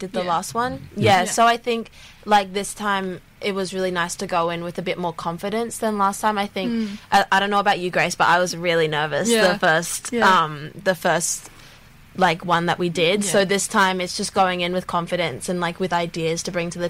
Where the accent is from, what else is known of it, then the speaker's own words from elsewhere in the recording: Canberra, Australian Capital Territory, Australia; now in Sydney, Australia; I'm originally from Canberra, but I live in Sydney.